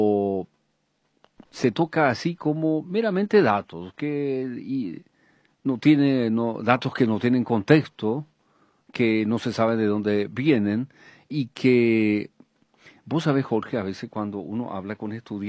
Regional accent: Paraguay; ¿qué sabemos realmente del 14 y 15 de mayo en forma así profunda, interesante, crítica como pueblo paraguayo?

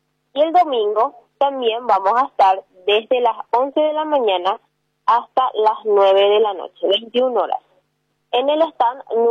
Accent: Paraguay; yo soy demasiado paraguayo

